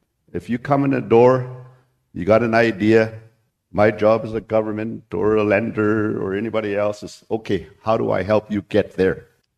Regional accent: Délı̨nę, Northwest Territories, Canada; I'm from Delaney, birthplace of hockey, world record lake trout, you know, largest freshwater lake within Canadian borders. Proud of the community. I've always been proud of there. I grew up there.

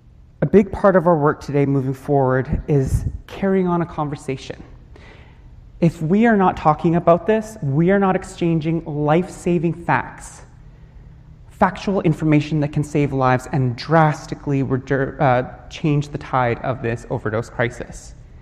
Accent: British Columbia, Canada; I am Coast Salish from Catesy First Nation on my father's side and Musqueam First Nation on my mother's side, which is one of the host territories on which we are gathered today.

